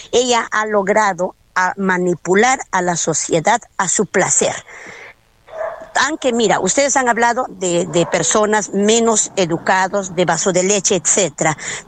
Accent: Peru; nosotros como peruanos

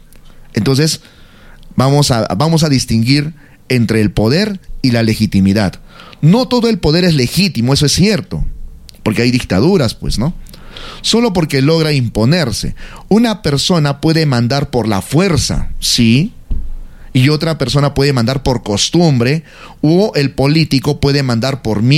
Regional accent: Peru

